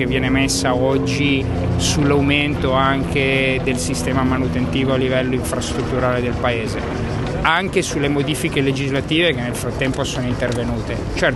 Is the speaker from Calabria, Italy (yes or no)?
no; Genoa, Liguria, Italy; io sono qua presente dal 2014, sono membro di governo, sono di Genova